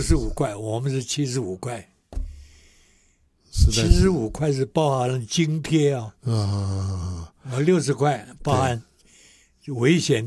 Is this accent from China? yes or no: no; Taiwan; 你看我们台湾人很多对日本人很崇拜。